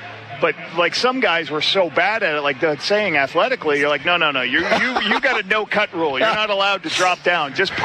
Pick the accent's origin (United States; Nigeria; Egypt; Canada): Canada; I don't think I can bet as a Canadian, as an Olympic coach.